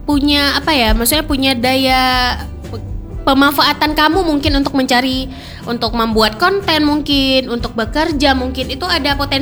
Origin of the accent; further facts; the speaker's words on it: Aceh, Indonesia; kita orang Aceh ya